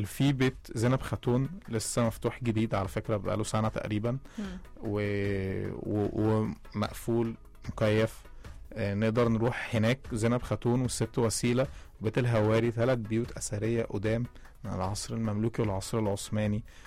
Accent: Cairo, Cairo Governorate, Egypt; احنا عندنا في القاهرة بالذات

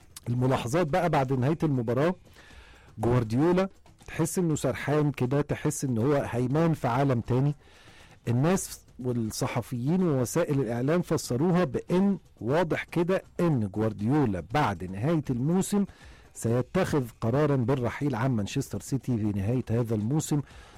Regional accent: Egypt; احنا كمشجعين مصريين

